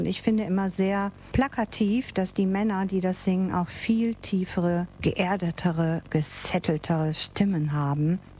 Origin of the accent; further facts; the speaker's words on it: Germany; Ich bin selber Deutsche und ich muss das bei mir und in meinem Umfeld ein wenig so feststellen.